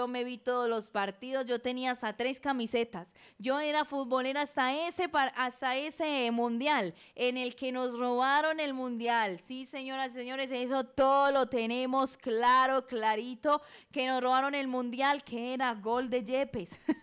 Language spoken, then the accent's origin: Spanish; Colombia; aquí todos somos colombianos